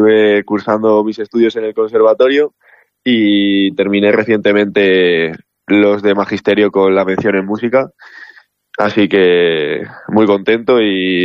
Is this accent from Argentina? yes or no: no; La Adrada, Castile and León, Spain; hay parte del videoclip que está rodada, como bien dices, aquí en mi pueblo.